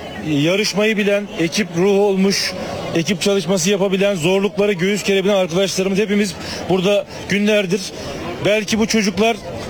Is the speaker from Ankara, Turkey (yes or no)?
no; Gölcük, Kocaeli, Turkey; Hani buranın bir evladıyım ben. Gölcük'te doğup büyüdüm.